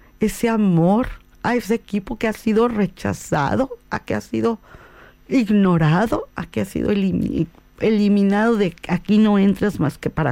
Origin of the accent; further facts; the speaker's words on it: Mexico; Así somos los mexicanos.